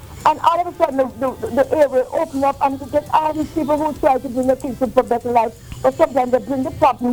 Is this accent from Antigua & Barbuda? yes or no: yes; Antigua & Barbuda; moved away; I remember growing up in Antigua